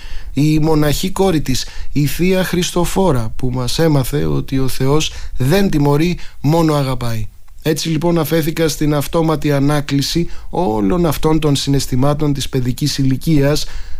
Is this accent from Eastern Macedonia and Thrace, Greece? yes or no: no; Epidaurus, Peloponnese, Greece; η καταγωγή μου από την Επίδαυρο